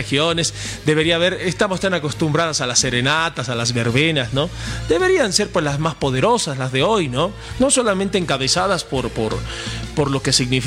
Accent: La Paz, Bolivia; Nosotros habitualmente decimos, no decimos somos paseños, decimos somos bolivianos.

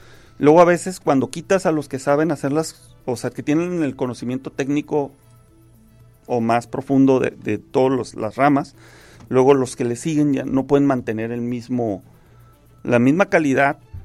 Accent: Tijuana, Baja California, Mexico; Que somos tijuanenses

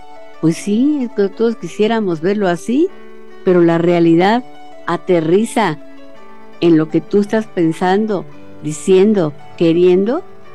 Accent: Mexico; Pero como mexicanos también, mucho muy difíciles.

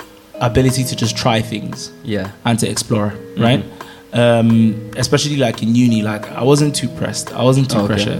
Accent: Nigeria; moved away as an adult; now in Scotland, United Kingdom; And my Yoruba is as good as it is because I grew up in Nigeria

